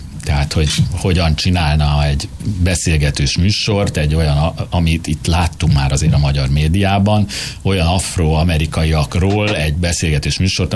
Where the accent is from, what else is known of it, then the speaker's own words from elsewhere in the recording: Budapest, Hungary; aki itt Budán születtem, itt éltem Budán egész életemben